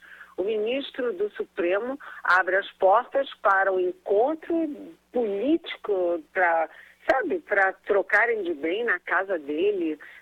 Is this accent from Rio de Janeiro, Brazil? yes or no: yes; Rio de Janeiro, Brazil; Eu que sou carioca, falo de cabeça para baixo.